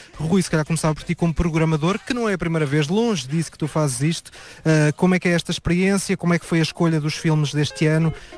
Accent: Coimbra, Centro, Portugal; eu sou de Coimbra, e entrei na faculdade em Coimbra em 2001, portanto sei bem que essa Coimbra não é bem igual à Coimbra de hoje.

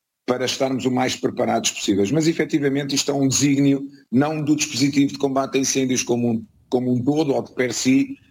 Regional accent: Portugal; enquanto cidadãos, enquanto portugueses

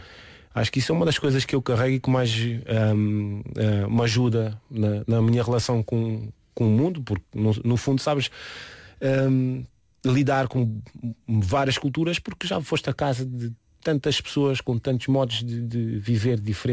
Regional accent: Switzerland; moved away; a cidade onde eu cresci, a cidade é uma região, ou a região com mais imigrantes por habitante. Ou seja, o que eu carrego em mim da Suíça é o multiculturalismo. Eu cresci e mudei muitas vezes de escola, tive sempre em turmas de 20, 25 alunos com umas 15 nacionalidades diferentes.

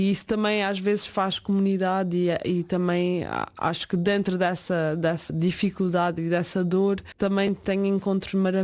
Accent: Azores, Portugal; now in Marseille, France

